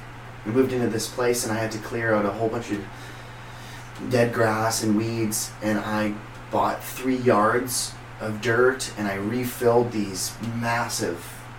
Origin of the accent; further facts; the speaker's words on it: Edmonton, Alberta, Canada; moved away; I'm from Edmonton originally.